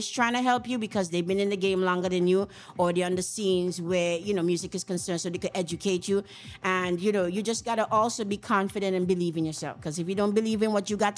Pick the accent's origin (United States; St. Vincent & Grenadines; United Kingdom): St. Vincent & Grenadines; Camden Park; moved away; I come from Camden Park originally.